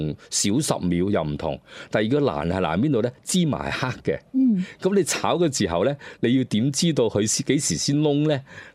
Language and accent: Cantonese; Guangzhou, Guangdong, China; 咁其實可以體現咗我哋廣州人其實就冇乜脾氣嘅